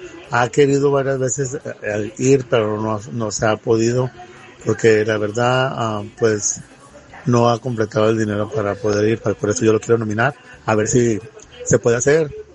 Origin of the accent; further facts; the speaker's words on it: Mexico; moved away; A mí me ha apoyado mucho desde que me vine de México.